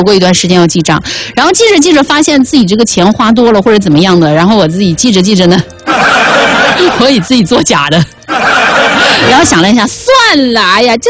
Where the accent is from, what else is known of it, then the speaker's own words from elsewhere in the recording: Chongqing, China; 他们说是我们重庆话的